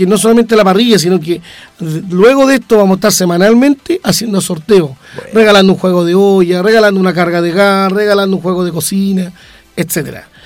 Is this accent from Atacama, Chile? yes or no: no; Talcahuano, Biobío, Chile; somos de Talcahuano, llevamos más de 16 años acá en Talcahuano